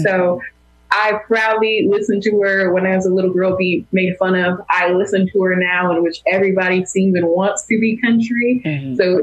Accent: Texas, United States; I'm from Texas, so I grew up with country music.

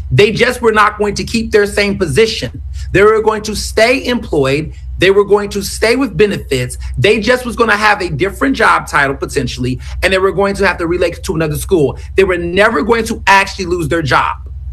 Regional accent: Jenkintown, Pennsylvania, United States; I'm from Jenkintown.

